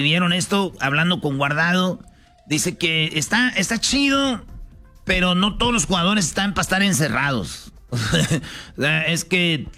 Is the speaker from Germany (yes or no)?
no; Mexico; somos mexicanos.